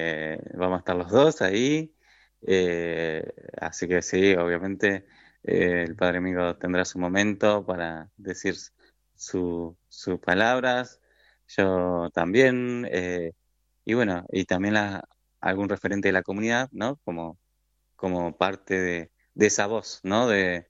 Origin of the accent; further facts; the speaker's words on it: Pedro Luro, Buenos Aires Province, Argentina; now in Tres Arroyos, Argentina; Bueno, como le decía, soy de Pedro Luro. Y bueno, hace 6 años que estoy acá en Tres Arroyos, ¿verdad?